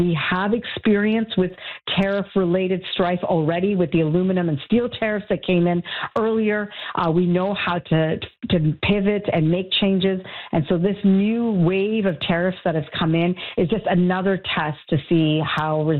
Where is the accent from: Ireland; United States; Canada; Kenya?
Canada